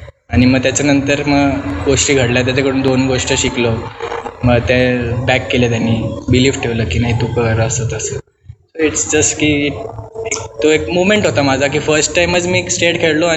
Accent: Sherpur, Maharashtra, India; Maharashtra premier league sir जेव्हा मी लहान होतो ना तेव्हा आधी व्हायची, तर त्या ज्या मॅचेस होत्या त्या आमच्या गाव शेरपूरला झाल्या होत्या.

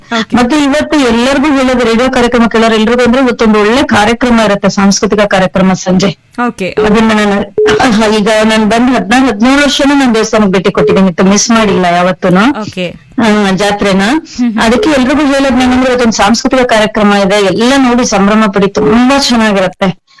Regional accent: Bengaluru, Karnataka, India; moved away as an adult; now in Shivamogga, India; ನಾವು ಹುಟ್ಟಿದ್ದು ಬೆಂಗಳೂರು. ಬ್ಯಾಂಗ್ಳೂರಲ್ಲಿ ಹನುಮನ್ ನಗರ ಅಂತಿದೆ, ಹನುಮನ್ ನಗರ ಹತ್ರ ಭಾರತ ಮಾತಾ ವಿದ್ಯಾಮಂದಿರ ಅಂತ ಸ್ಕೂಲ್ ಇದೆ.

